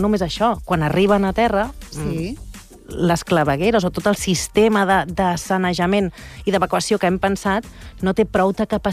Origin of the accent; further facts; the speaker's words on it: Sant Andreu, Catalonia, Spain; jo sóc de Sant Andreu, i va caure un xàfec que jo no havia vist en la vida, però és que jo no havia vist el meu poble inundat d'aquesta manera.